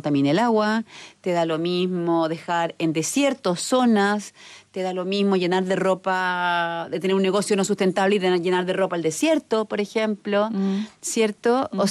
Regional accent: Chile

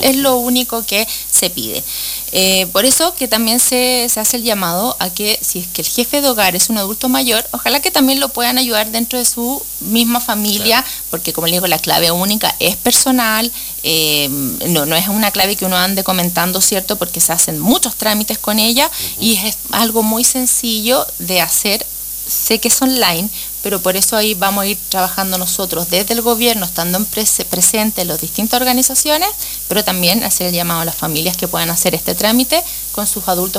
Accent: Pirque, Santiago Metropolitan Region, Chile; moved away as an adult; now in Aysén Region, Chile; Yo vengo de Santiago, vengo de Pirque específicamente

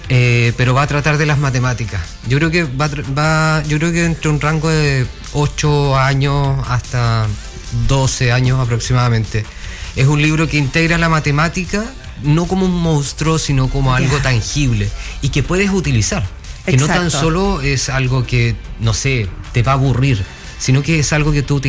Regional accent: Santiago, Santiago Metropolitan Region, Chile; born there; now in Los Ángeles, Chile; Nací en Santiago.

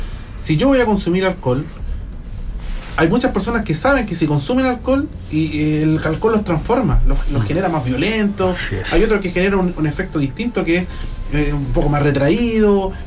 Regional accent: Chile; como chilenos que queremos celebrar

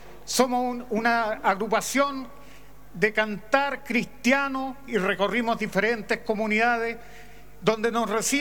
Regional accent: Chile

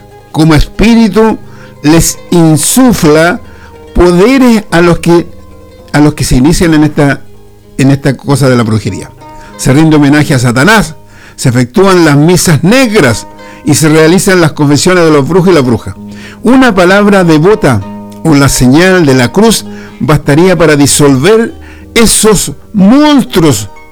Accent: Chile; nuestro querido Chile

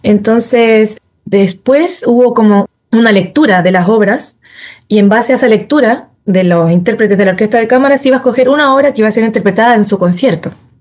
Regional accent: Osorno, Los Lagos, Chile; es de mi pueblo, de Osorno.

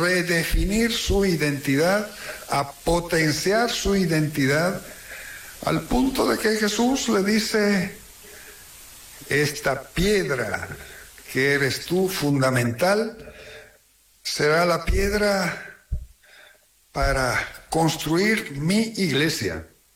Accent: Patagonia, Argentina

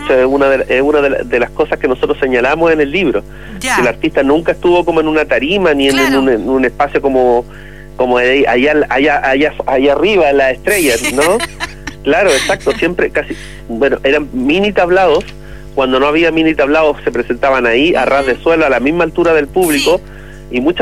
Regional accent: Santiago, Santiago Metropolitan Region, Chile; moved away as an adult; now in Valparaíso, Chile; yo soy de Santiago, pero vivo hace 5 años en Valparaíso

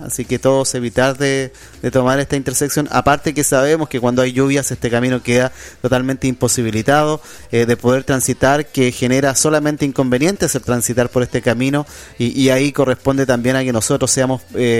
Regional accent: Chile

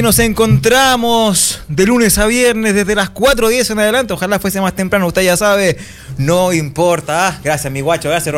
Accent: Chile; nosotros podemos ocuparla, somos chilenos, ¿no?

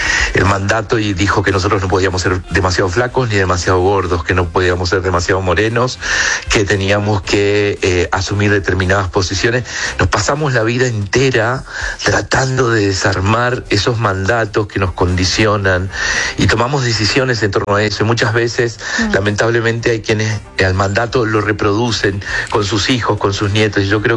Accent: La Unión, Los Ríos, Chile; born there; en Valdivia, que es a 80 kilómetros de donde yo nací, en La Unión, porque ahí van a estar todos mis tíos y todos mis primos y los vecinos del barrio

